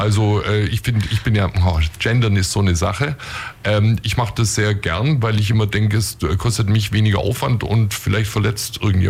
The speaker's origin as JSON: {"language": "German", "region": "Bavaria", "country": "Germany", "said": "Also ich bin ja aus Wuhlstedt, also meine Eltern haben in Wuhlstedt gewohnt und in Weißenhorn bin ich kurz zur Schule gegangen"}